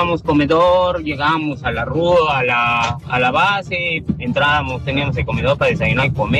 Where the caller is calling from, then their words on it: Yucatán, Mexico; Yo siendo yucateco te lo digo, la gente de acá de Mérida no son empáticos